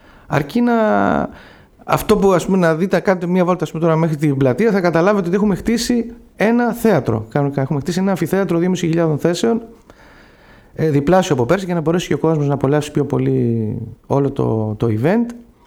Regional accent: Corfu, Ionian Islands, Greece; είμαι Κερκυραίος, λατρεύω την πατρίδα μου πιο πολύ από οτιδήποτε.

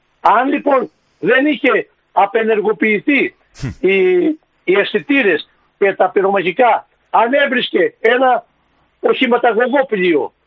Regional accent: Greece; Και το λέω με πόνο αυτό για την πατρίδα μου.

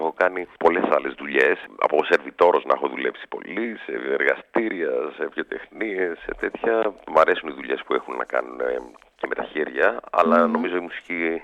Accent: Thessaloniki, Central Macedonia, Greece; η Θεσσαλονίκη είναι το χωριό μου.

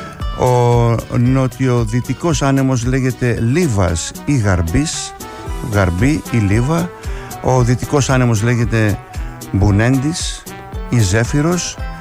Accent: Kasos, South Aegean, Greece; Εγώ επειδή είμαι από την Κάσου και επειδή έχουμε και εκεί ναυτική παράδοση

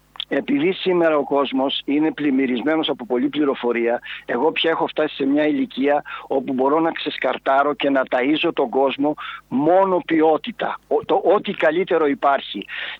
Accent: Kardamas, Western Greece, Greece; να πάω εγώ στο χωριό μου τον Καρδαμά να δουλέψω στο χτήμα μου

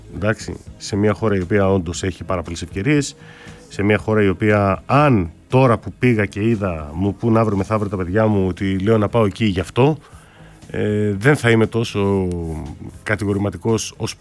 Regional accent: Greece; Εμείς είμαστε μεγαλωμένοι σαν Έλληνες λίγο διαφορετικά σε σχέση με αυτό που είναι ξένοι.

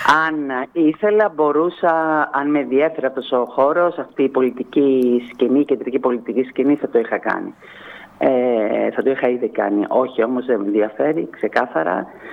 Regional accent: Tilos, South Aegean, Greece; Εγώ είμαι σήμερα δήμαρχος Τήλου και υπηρετώ το νησί μου, τον τόπο μου

